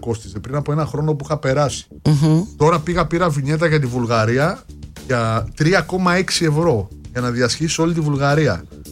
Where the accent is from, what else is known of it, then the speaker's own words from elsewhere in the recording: Greece; είμαι από Ελλάδα